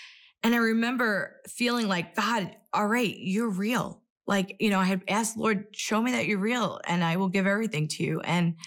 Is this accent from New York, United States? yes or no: yes; New York, United States; You know, I'm from New York. We don't hug each other